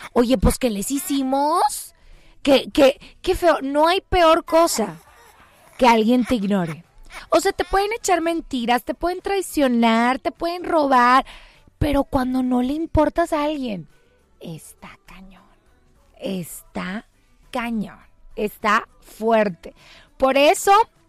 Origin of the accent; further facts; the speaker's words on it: Monterrey, Nuevo León, Mexico; Fíjate que el Topo Chico, salí del Topo Chico como a los 24 más o menos. Pero el Topo Chico jamás saldrá de mí.